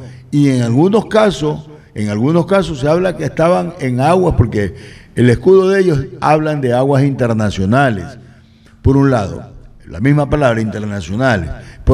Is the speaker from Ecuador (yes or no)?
yes; Ecuador; Y nosotros, como ecuatorianos, debemos creerle a los ecuatorianos.